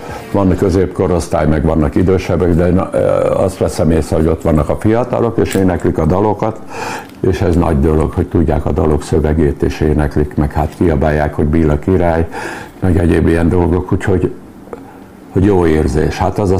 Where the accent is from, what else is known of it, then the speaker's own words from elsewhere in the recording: Budapest, Hungary; born there; also born or lived in Újpalota, Budapest; mivel itt születtem Kőbányán. Én 5 évig nem laktam itt. 5 évig Újpalotán laktam a mostani asszonyommal.